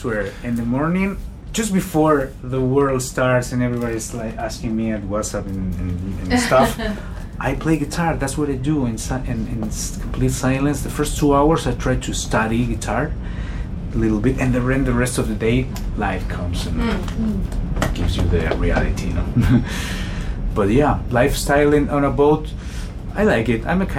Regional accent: Spain; moved away; I was born. I mean, I'm from Spain, but I am from Mediterranean. See, that's where I consider myself more Mediterranean than Spaniard, to be honest.

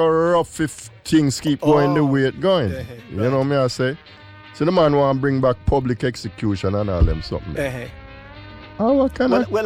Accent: Jamaica; growing up in Jamaica

